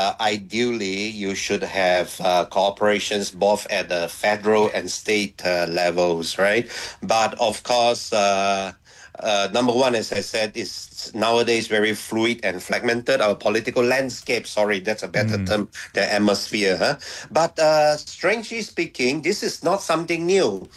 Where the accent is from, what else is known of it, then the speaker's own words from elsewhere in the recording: Sabah, Malaysia; my home state of Sabah